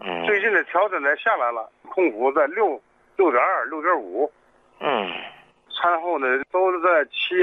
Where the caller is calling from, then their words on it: Tianjin, China; 我是天津的。